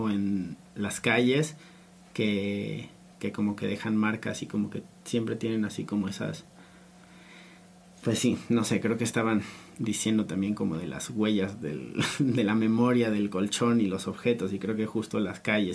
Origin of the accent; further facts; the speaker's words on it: Mexico; como que crecí moviéndome mucho en México y pues como que igual pues me marcó lo mismo